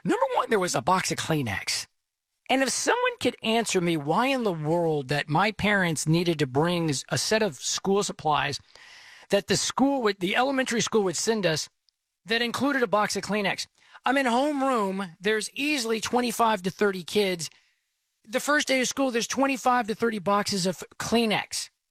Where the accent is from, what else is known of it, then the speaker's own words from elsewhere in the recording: Texas, United States; I am from Texas. I am based in Texas. I am heard worldwide, but I am very proud of the great state of Texas.